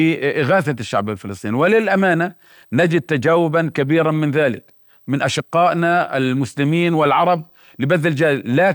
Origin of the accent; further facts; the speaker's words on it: Palestine; لذلك ما نناشده من موقعنا كفلسطينيين ومن موقعنا كأبناء لهذه الأمة